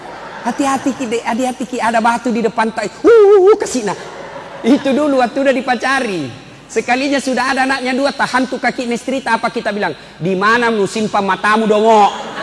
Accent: South Sulawesi, Indonesia; Kalau kita orang Bugis, cok, sini kau dulu nak.

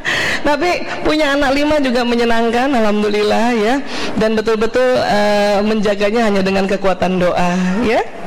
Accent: Makassar, South Sulawesi, Indonesia; Kalau saya memang orang Bugis Makassar, ibu saya orang Palembang ya, tapi saya jumpanya di Makassar.

